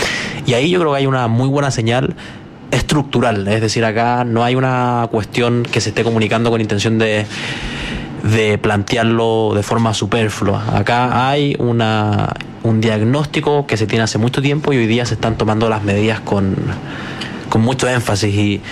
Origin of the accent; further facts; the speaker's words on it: Araucanía, Chile; Yo soy oriundo de la Araucanía